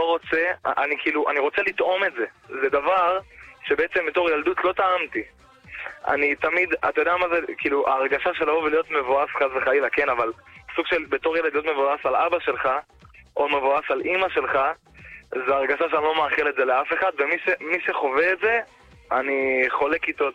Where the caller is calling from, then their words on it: Ramat Gan, Tel Aviv District, Israel; מרמת גן, בחור צעיר. נשוי ברוך השם, התחתנתי לפני כשנה.